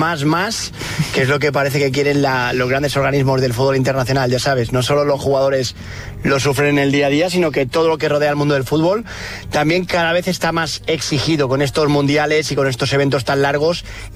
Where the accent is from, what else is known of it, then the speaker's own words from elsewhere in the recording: Porto Cristo, Balearic Islands, Spain; yo soy de Puerto Cristo